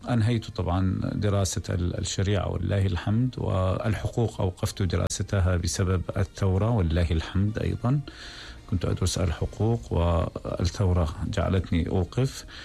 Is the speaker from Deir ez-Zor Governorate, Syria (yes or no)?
yes; Deir ez-Zor, Deir ez-Zor Governorate, Syria; من دير الزور، من المحافظة التي أعتز بها. وأعتز بالانتماء إليها، وبرأيي بأني كون ابن تلك المحافظة المعروفة بفصاحتها